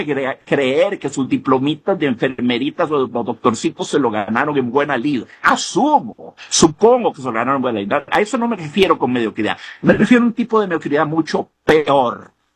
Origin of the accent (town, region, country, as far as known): Costa Rica